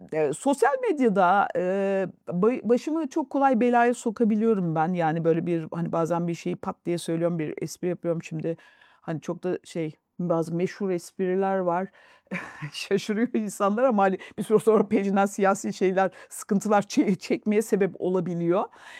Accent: Hatay, Turkey; Hataylıyım ben. Yani bir yandan da bir depremzedeyim.

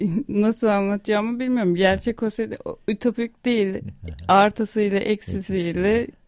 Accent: Istanbul, Turkey; moved away as an adult; now in North Ossetia, Russia; Evet, İstanbul'da doğdum, büyüdüm.

